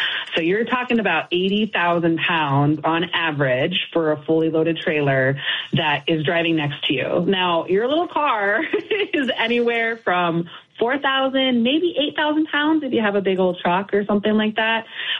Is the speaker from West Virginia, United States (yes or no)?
no; Los Angeles, California, United States; moved away as an adult; now in Chicago, United States; I grew up in Los Angeles, headed over to Chicago. My husband's from the area, been here for the last 14 years.